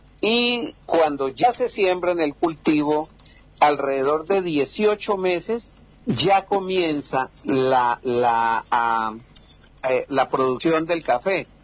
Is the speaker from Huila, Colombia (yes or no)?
yes; Pitalito, Huila, Colombia; la región de donde soy yo, que es Bruselas, que es un corregimiento que pertenece a Pitalito y es la zona cafetera por excelencia.